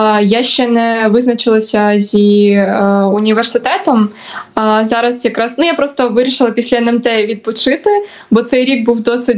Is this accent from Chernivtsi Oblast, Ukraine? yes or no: no; Kharkiv, Kharkiv Oblast, Ukraine; але Харків – моє рідне місто, думала вступати сюди.